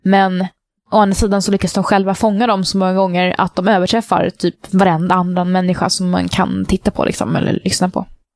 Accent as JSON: {"language": "Swedish", "country": "Sweden", "moved": "yes", "said": "de får veta att jag är svensk"}